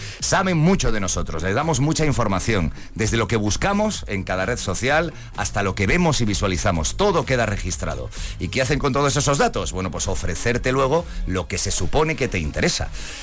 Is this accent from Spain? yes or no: yes; Santiago de Compostela, Galicia, Spain; moved away; Ayer en mi tierra, en Santiago